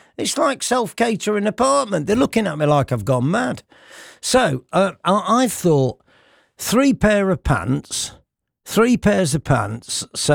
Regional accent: England, United Kingdom; I'm from England

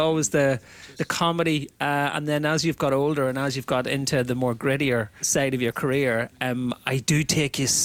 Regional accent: Lurgan, Northern Ireland, United Kingdom; Whoa, hold back there. That's where I'm from.

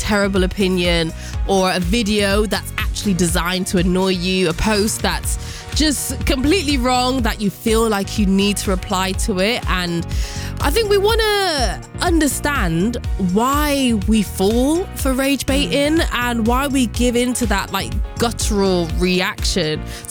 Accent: Bristol, South West England, United Kingdom; born there; I was born in Bristol.

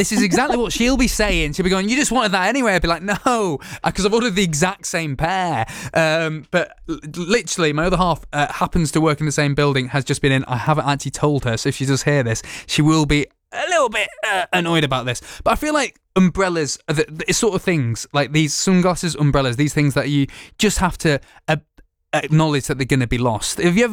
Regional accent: United Kingdom; I just knew that that's what I needed to say as a British person.

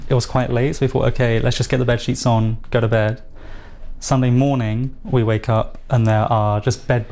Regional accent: London, United Kingdom; born there; I was born in London.

